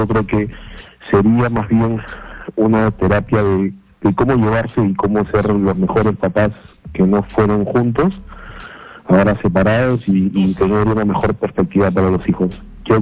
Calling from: Chaclacayo, Lima, Peru; De Chaclacayo.

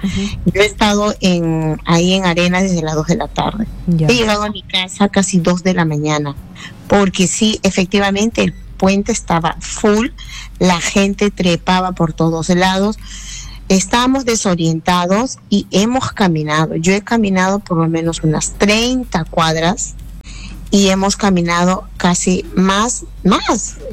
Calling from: Ventanilla, Callao, Peru; yo que vengo de Ventanilla

